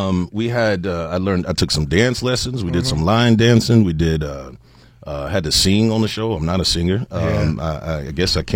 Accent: San Antonio, Texas, United States; I'm from Texas.

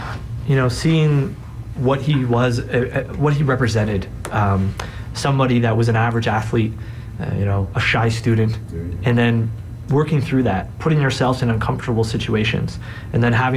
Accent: Toronto, Ontario, Canada; I have to kind of go back to when he arrives in Toronto. You know, when I had, not only is it my hometown

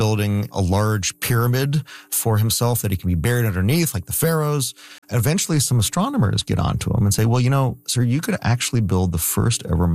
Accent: Canada; I grew up in Canada, and I really always enjoyed just going out on the winter nights and looking up at the stars.

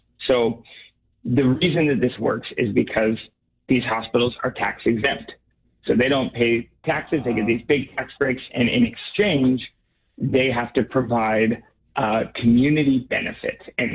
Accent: Portland, Oregon, United States; So I grew up in Portland, Oregon.

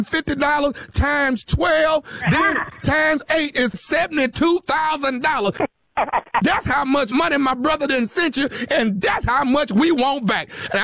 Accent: California, United States; now in Dallas, United States; I came from California down here to Dallas, and I'm telling you.

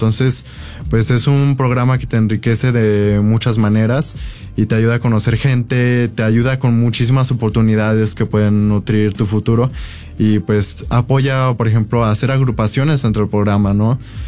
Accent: León, Guanajuato, Mexico; Soy de aquí, de León, Guanajuato.

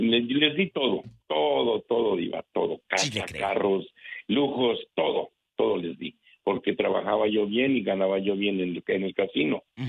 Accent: Las Vegas, Nevada, United States; No soy de Bakersfield, soy de aquí de Las Vegas, Nevada.

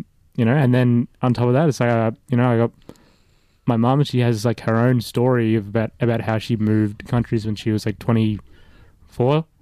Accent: Australia; born there

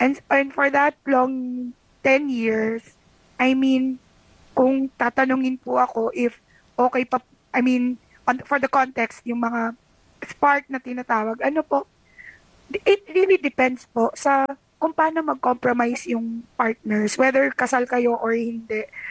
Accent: Batangas, Calabarzon, Philippines; sa amin sa Tagalog, sa Batangas

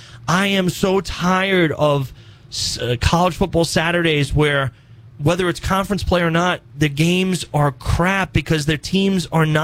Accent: New York, United States; I'm from New York, okay? Buffalo, this rinky-dink town in upstate western New York.

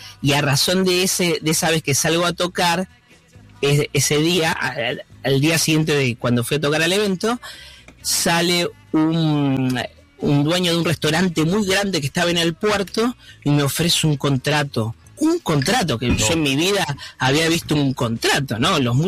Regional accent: San Miguel, Buenos Aires Province, Argentina; born there; moved away; also born or lived in Hurlingham; Yo nací en San Miguel.

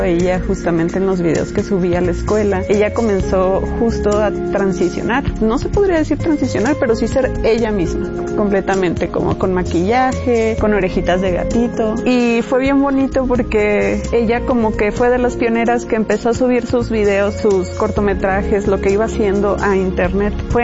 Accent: Mazatlán, Sinaloa, Mexico; Les dos somos de Mazatlán, Sinaloa, y es la historia de Miss Miki, de Miki Condapi.

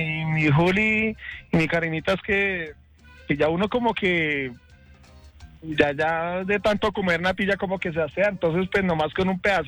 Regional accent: Tolima, Colombia; now in Bogotá, Colombia; Yo soy de un pueblito del sur del Tolima.

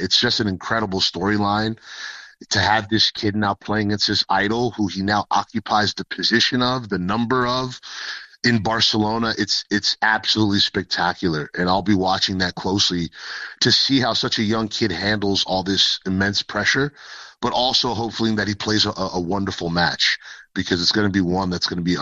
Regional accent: Florida, United States; Obviously, I grew up playing in South Florida, so Miami, Homestead, all these areas, Kendall, where it was heavy Spanish speaking.

